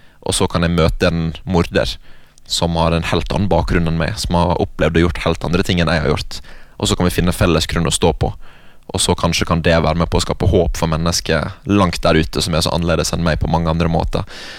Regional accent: Western Norway, Norway; for jeg er vestlending, jeg vil ha 15 grader og litt regn

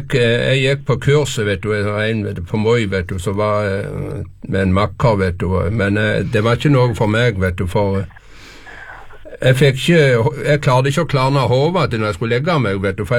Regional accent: Moi, Rogaland, Norway; Jeg kommer fra Møye, Rogaland, jeg.

